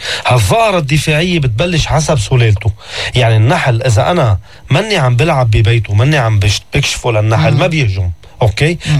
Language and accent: Arabic; Beirut, Beirut Governorate, Lebanon; انا ابن بيروت ما عندي ضيعة